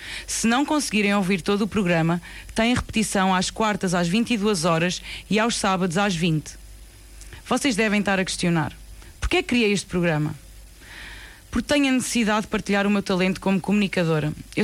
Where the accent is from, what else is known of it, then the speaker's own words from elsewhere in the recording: Pombal, Leiria, Portugal; also born or lived in Lisbon; eu, uma pessoa que viveu em Lisboa há 13 anos, sou de Pombal, escolhi voltar às origens porque a natureza me chamou.